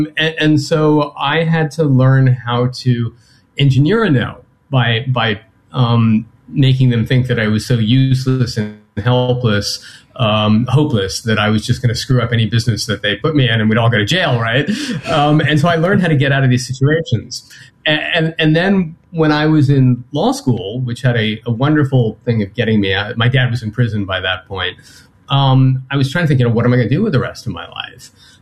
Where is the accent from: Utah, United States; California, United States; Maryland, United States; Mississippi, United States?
California, United States; Beverly Hills; I was born in Beverly Hills to a really well-off family. As a matter of fact, if you ever saw the movie Down and Out in Beverly Hills, that was the house that I was brought up in.